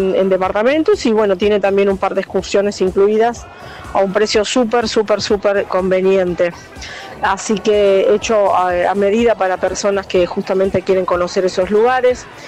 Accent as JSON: {"language": "Spanish", "country": "Italy", "tie": "born or raised there", "lives_now": "Roque Pérez, Argentina", "said": "profe de italiano nativa. Viví, nací en Italia, tengo mis hijos italianos, mi familia. Mi papá calabrés, mis abuelos también, y vivo en Roque Pérez"}